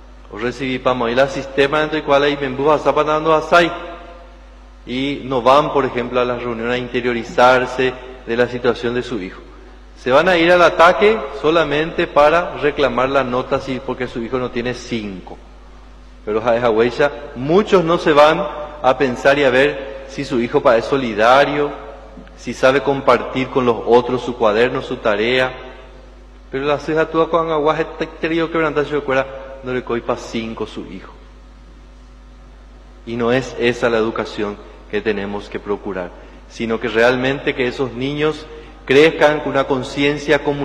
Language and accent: Spanish; Paraguay; como era nuestra característica como pueblo paraguayo.